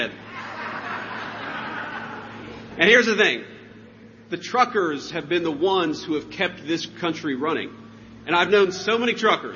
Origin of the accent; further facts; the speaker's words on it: Ohio, United States; he's actually from my home state of Ohio.